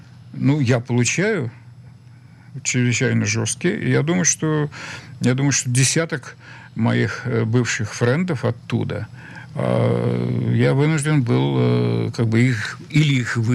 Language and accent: Russian; Israel; я не просто еврей, а еще и, значит, вот, защищаю свою страну, да, Израиль.